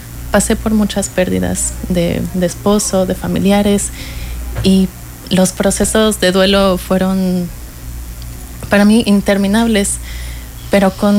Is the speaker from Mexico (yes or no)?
yes; Mexico; yo soy mexicana árabe